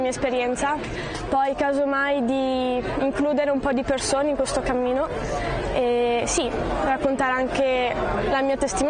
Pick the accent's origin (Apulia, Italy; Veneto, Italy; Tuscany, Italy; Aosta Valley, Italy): Veneto, Italy; Quarto d'Altino; Io vengo da Quarto d'Altino, in provincia di Venezia